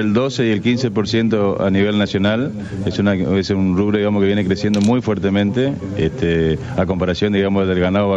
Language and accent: Spanish; Ituzaingó, Corrientes, Argentina; Somos todos de Ituzaingó Corrientes. Ituzaingó.